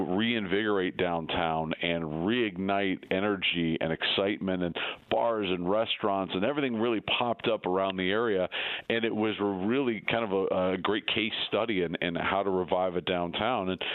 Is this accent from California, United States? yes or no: no; Akron, Ohio, United States; I think really just this is my hometown, and I'm from Akron, and having a chance to see, the ballpark in downtown Akron really return to the glory